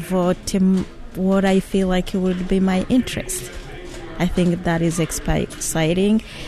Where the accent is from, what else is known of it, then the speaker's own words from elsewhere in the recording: Rwanda; English is a second language; moved away; I'm from Rwanda. So I came here January 2013.